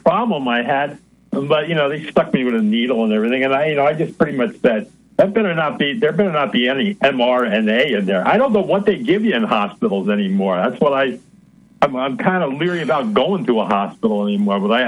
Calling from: New York, United States; in New York.

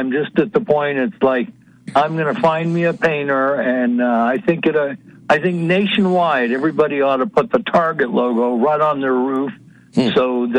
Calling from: Idaho, United States; in Idaho.

